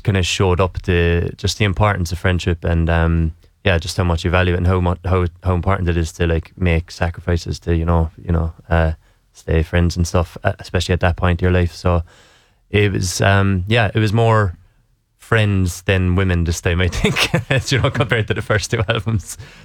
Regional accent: Cobh, Munster, Ireland; it's very specific to Cove, where me and Peter live and grew up.

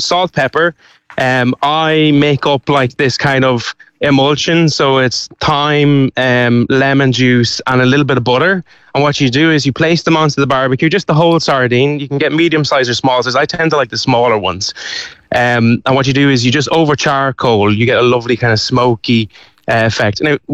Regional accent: Cavan, Ulster, Ireland; now in Dublin, Ireland; I'm originally from Cavan. I can't tell you. I'd get them in Cavan, to be honest.

